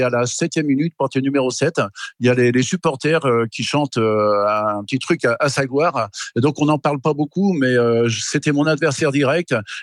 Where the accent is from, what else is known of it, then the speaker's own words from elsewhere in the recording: Pays de la Loire, France; born there; Je suis né en Vendée. Mes parents étaient agriculteurs